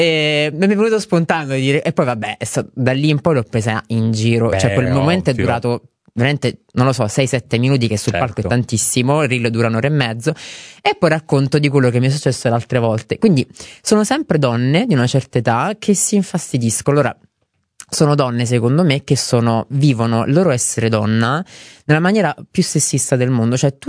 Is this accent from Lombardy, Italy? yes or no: no; Reggio Calabria, Calabria, Italy; io sono di Reggio Calabria, una famiglia calabrese